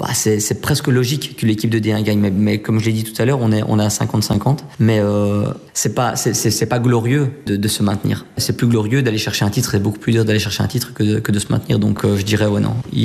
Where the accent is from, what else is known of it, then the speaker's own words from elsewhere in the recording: Belgium; Belgique, c'est mon pays. J'y suis né, j'ai vécu toute ma vie. Je suis belge, 100%. Mais mes origines sont espagnoles et italiennes.